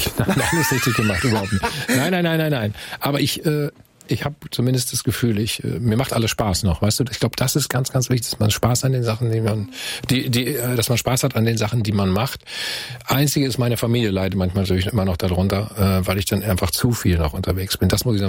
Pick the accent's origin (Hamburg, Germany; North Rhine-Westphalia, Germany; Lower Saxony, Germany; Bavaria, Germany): North Rhine-Westphalia, Germany; Bielefeld; ich komme aus Bielefeld, aus der Ecke